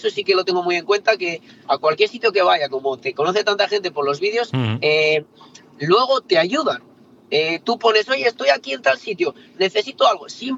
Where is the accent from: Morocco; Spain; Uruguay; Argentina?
Spain; Castile and León; now in Valladolid, Spain; yo soy de pueblo, vivo en Valladolid por trabajo